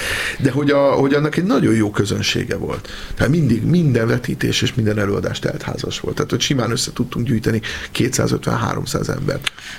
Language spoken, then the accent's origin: Hungarian; Eger, Heves, Hungary; Jaj, de jó, én egri vagyok, és én ott ültem fel.